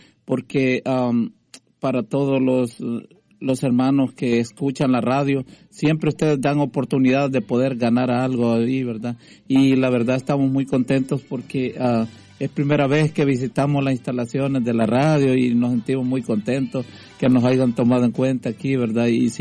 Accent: La Unión, El Salvador; moved away; Somos del Salvador

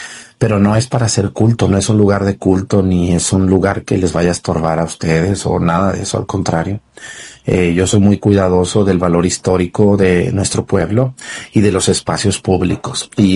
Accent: Mexticacán, Jalisco, Mexico; lo llevaron a Mesticacán, a mi pueblo.

